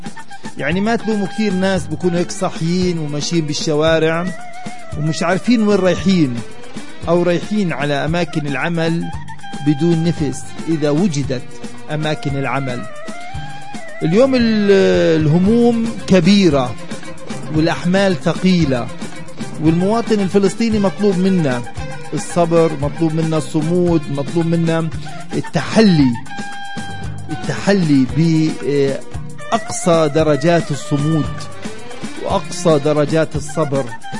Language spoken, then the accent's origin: Arabic; Palestine; عنا كفلسطينيين بنعيش على هاي الأرض